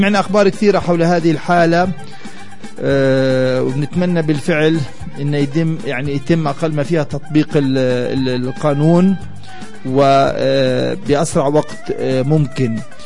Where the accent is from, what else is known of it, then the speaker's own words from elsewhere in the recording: Palestine; حياتنا كفلسطينيين